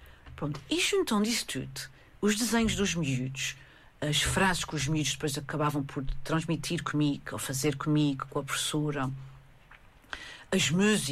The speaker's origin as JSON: {"language": "Portuguese", "region": "Azores", "country": "Portugal", "moved": "yes", "lives_now": "Santa Maria, Azores, Portugal", "said": "eu não sou Mariense, eu não sou de Santa Maria. Eu sou Miquelense, eu sou de São Miguel. A minha casa realmente agora é Santa Maria, mas a minha casa, né, a minha família, as minhas raízes estão lá. Okay? Por isso eu sou de lá e continuo a ser de lá."}